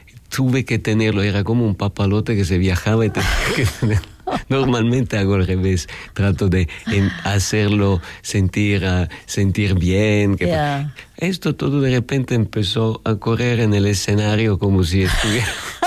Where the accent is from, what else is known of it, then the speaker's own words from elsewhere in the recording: Italy; Spanish is a second language; moved away as an adult; also born or lived in India; Nosotros mediterráneos, en Italia nosotros tenemos una forma de cocinar muy sencilla